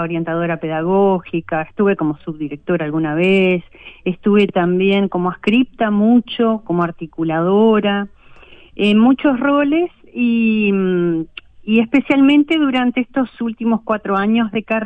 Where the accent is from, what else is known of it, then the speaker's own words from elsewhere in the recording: Rocha, Uruguay; now in Minas de Corrales, Uruguay; Porque originalmente vine de Rocha para acá para estudiar justamente.